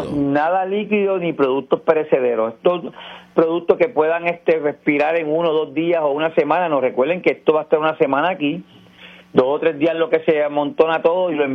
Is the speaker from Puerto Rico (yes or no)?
yes; Aguadilla, Puerto Rico; demostremos de qué estamos hechos los aguadillanos. Así que vamos para adelante, que yo voy a mi pueblo.